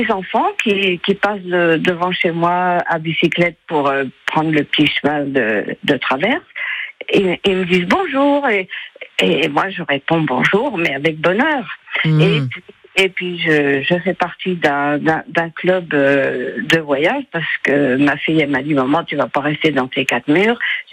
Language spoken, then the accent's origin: French; Angers, Pays de la Loire, France; Ah si, on peut le dire, Angers.